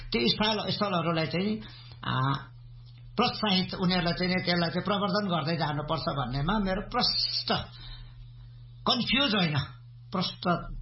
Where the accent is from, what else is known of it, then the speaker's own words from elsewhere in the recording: Koshi Province, Nepal; भारत सिक्किम र नेपालको सिमाना जोडिएको ठाउँलाई चाहिँ तीन सिमाना हुन्छ, त्यो मेरो गाउँमा पर्दछ।